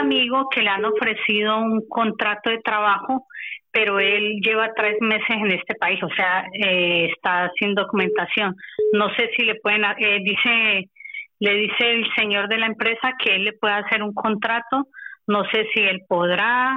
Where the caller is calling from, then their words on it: San Sebastián, Basque Country, Spain; llamo desde Donosti.